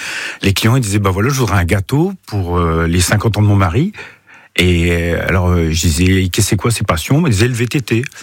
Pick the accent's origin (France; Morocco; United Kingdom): France; Haubourdin, Hauts-de-France; born there; also born or lived in Seclin; moi, je suis né à Haut-Bourdin, en 64.